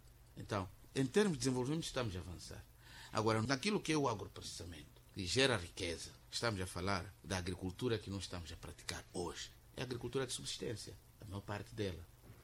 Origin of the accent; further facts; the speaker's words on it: Quelimane, Zambezia, Mozambique; Eu cresci em Kilimane, nos bairros